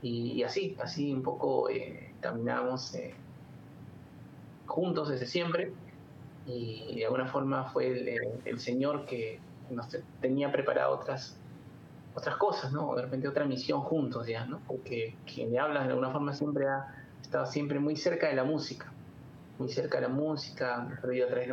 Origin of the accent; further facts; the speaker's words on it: Trujillo, La Libertad, Peru; now in Lima, Peru; Nosotros somos de Trujillo, una ciudad del norte del Perú. Por trabajo tuvimos que viajar acá, bueno, a Lima, Perú